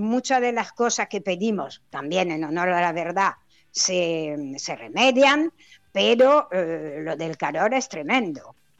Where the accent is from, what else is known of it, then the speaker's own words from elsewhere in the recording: Palma, Balearic Islands, Spain; Somos de Songoleu, somos de Pere Grau.